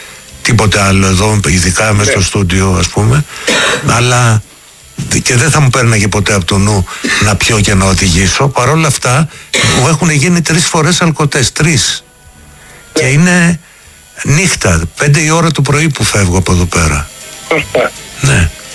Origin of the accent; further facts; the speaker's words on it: Chania, Crete, Greece; εγώ είμαι από τα Χανιά.